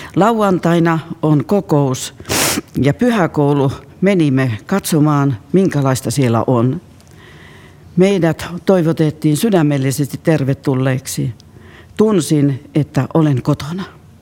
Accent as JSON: {"language": "Finnish", "country": "Sweden", "moved": "as an adult", "lives_now": "Finland", "said": "Tulen Ruotsista. Olen asunut 50 vuotta Ruotsissa ja muutin tänne Suomeen 8 vuotta sitten."}